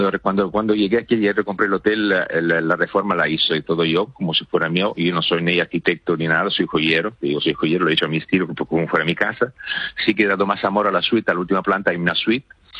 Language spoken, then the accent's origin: Spanish; Italy; Spanish is a second language